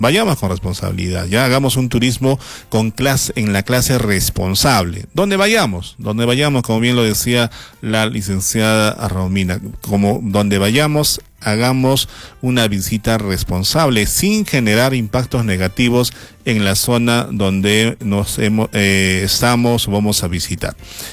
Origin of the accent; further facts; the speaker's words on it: Arequipa, Peru; estamos inclusive como arequipeños, debemos al menos una vez visitar, conocer, interactuar con todas las comunidades de la Reserva Nacional de Salinas y Aguada Blanca que tenemos a pocos minutos